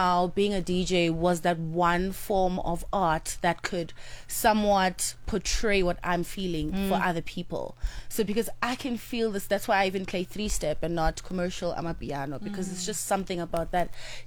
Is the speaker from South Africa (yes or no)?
yes; Cape Town, Western Cape, South Africa; also born or lived in Johannesburg; So I swear I come from, I'm from Cape Town. I was born here in Johannesburg, of course. But most of my life, I've groomed in Cape Town. My entire family is there now.